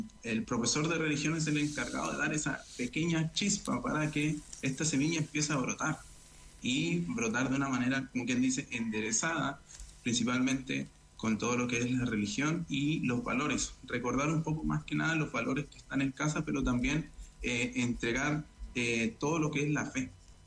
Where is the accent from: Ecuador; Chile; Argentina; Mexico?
Chile; Antofagasta; soy de Antofagasta